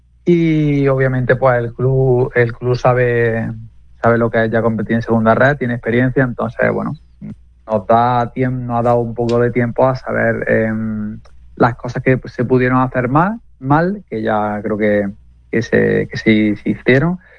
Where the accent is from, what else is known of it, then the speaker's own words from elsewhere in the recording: Lucena, Andalusia, Spain; yo soy de aquí de Lucena